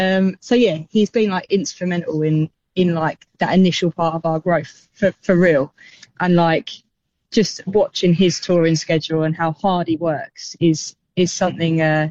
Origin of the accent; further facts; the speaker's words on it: East of England, United Kingdom; Yeah, born and raised. So I lived in a little town about 30 minutes away from where I live now. But yeah, I've never really moved away.